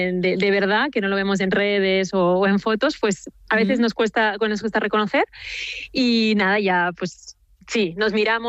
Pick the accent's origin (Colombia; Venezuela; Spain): Spain; Barcelona, Catalonia; moved away as an adult; now in Paris, France; yo, siendo española de Barcelona, siempre había pensado, yo llevo 13 años en París